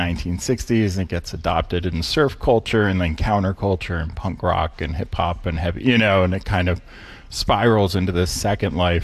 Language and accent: English; Lyme, New Hampshire, United States; I grew up in Lyme, New Hampshire, which is a very small town in New Hampshire, about 1,700 people.